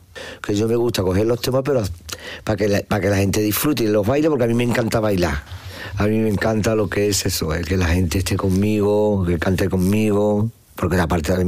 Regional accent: Alicante, Valencian Community, Spain; Yo en Alicante ya con lo, queriéndome venir. … Digo, sí, pero ¿ … ? Digo, sí

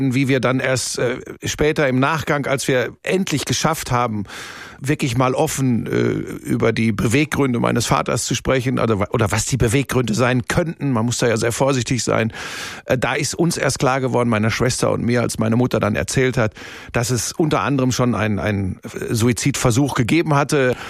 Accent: Hagen, North Rhine-Westphalia, Germany; also born or lived in Bottrop / Cologne; now in Munich, Germany; Ja, ich bin geboren in Bottrop. Das ist wirklich, das ist ja Inbegriff des Ruhrgebiets. Bin dann aufgewachsen in Hagen. Das ist so Tor zum Sauerland, ja.

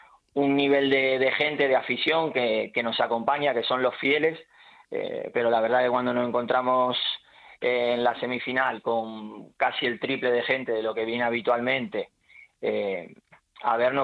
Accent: Argentina; now in Melilla, Spain; yo como argentino, evidentemente Messi para mí está a otro nivel del resto.

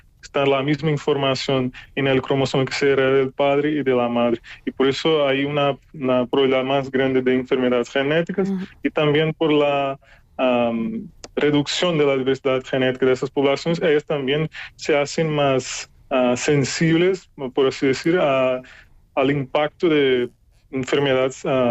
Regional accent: Brazil; Spanish is a second language; mayormente por investigadores que son de Latinoamérica, como yo también, que soy de Brasil

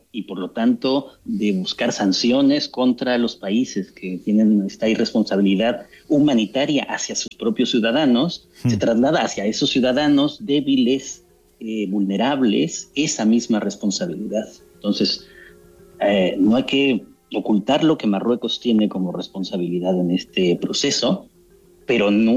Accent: Mexico; also born or lived in Spain; aunque yo soy mexicano, aunque también soy español, el imaginario que tengo más cerca es el de la frontera de México con Estados Unidos.

